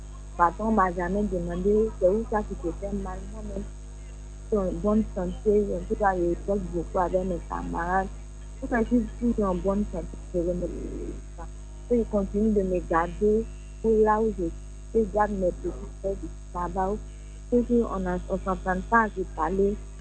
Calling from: Abidjan, Côte d’Ivoire; Je suis à Abidjan, à Coco du Rivera 3.

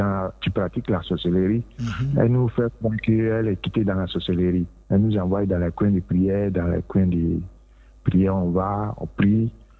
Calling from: Abidjan, Côte d’Ivoire; je vous appelle de Abodoumé Santé.

